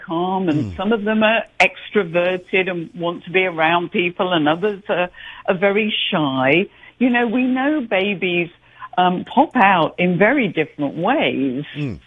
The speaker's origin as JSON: {"language": "English", "region": "England", "country": "United Kingdom", "tie": "born or raised there", "said": "So when I was growing up in England"}